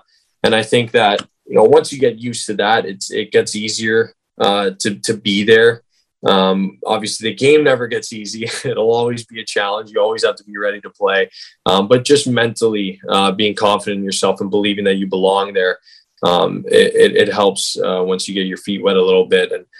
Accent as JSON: {"language": "English", "town": "Toronto", "region": "Ontario", "country": "Canada", "said": "Obviously, I was being from Toronto. It's kind of hard not to be a Leafs fan if you're from there, especially, you know, I got a very passionate family fan base for the Leafs."}